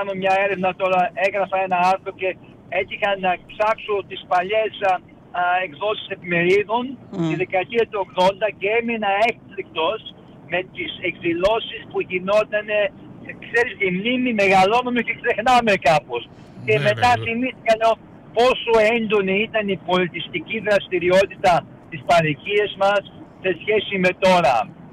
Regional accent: Melbourne, Victoria, Australia; όπου έλεγα πως ήμουν από Μελβούρνη, Αυστραλία, χαιρότανε

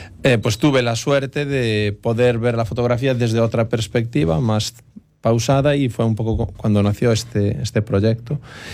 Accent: Verín, Galicia, Spain; yo soy de Verín

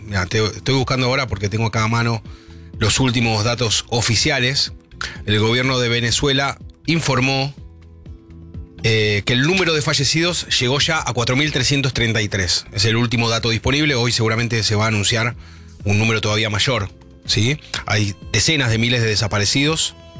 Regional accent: González Catán, Buenos Aires Province, Argentina; A mí me encanta el litoral, me encanta. Soy de Catán.

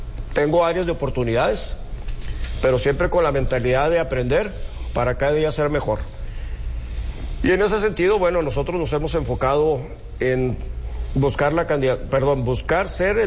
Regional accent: Piedras Negras, Coahuila, Mexico; somos de Piedras Negras y tenemos que buscar cómo solucionar todas las deficiencias que tenemos en nuestra ciudad.

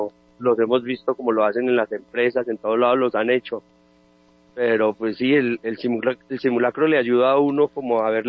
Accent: Colombia; todos nosotros como colombianos

